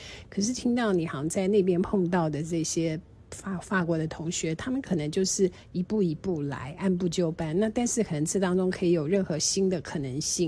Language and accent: Chinese; Taiwan